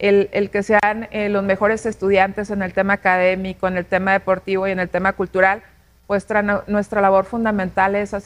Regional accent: Durango, Mexico; que Durango, de veras, las mujeres somos mujeres de mucho corazón

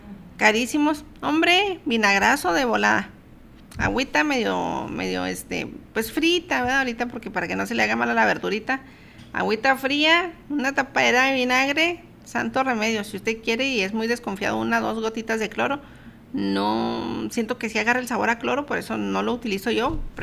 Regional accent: Mexico; como buenos mexicanos ya los usamos de memes

